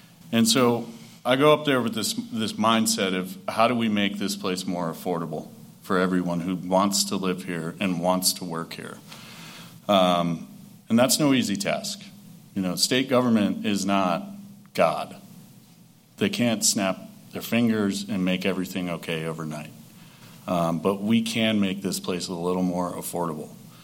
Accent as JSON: {"language": "English", "region": "Wisconsin", "country": "United States", "tie": "born or raised there", "moved": "as an adult", "lives_now": "Bozeman, United States", "said": "I grew up in Wisconsin. I moved here after college in 2009"}